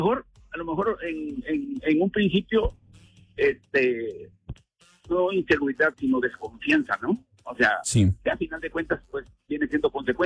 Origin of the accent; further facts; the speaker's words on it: Coatzacoalcos, Veracruz, Mexico; Nosotros okay. somos de Veracruz, pero aquí estamos. Ella es de Orizaba y yo soy de Coatzacoalcos. Entonces, cada quien se crió en un medio diferente